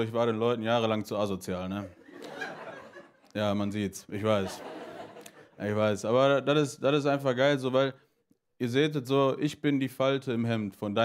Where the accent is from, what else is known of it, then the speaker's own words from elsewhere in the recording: North Rhine-Westphalia, Germany; Wir sind zwar nicht alle aus dem Ruhrpott, wo ich herkomme, aber wir kommen alle aus NRW.